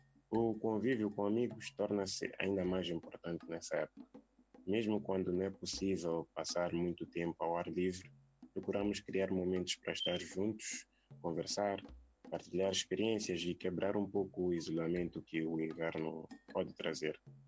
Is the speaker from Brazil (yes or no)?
no; Mozambique; now in Poland; quando digo que sou moçambicano